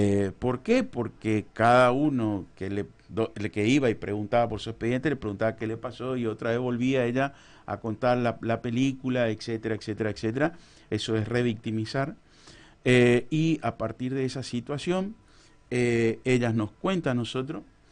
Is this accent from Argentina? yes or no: yes; Formosa, Argentina; somos dos formoseños, un salteño y Sofi, que es la tucumana.